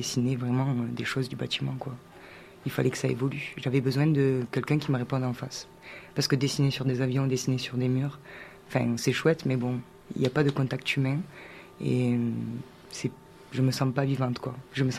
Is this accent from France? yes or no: yes; Occitanie, France; moi j'ai grandi sur Cap de Nagar, du coup. J'ai fait mon école primaire et mon collège à Cap 2. Après, je suis partie sur Villefranche.